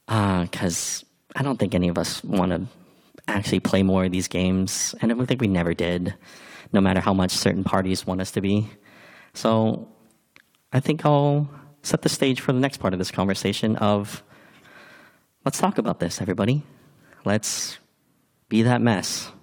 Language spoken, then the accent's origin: English; Seattle, Washington, United States; born there; I was born in High Point.